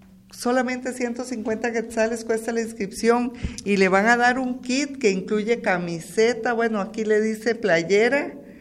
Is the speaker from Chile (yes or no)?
no; Costa Rica; now in Guatemala; ahí me incluyo yo como tica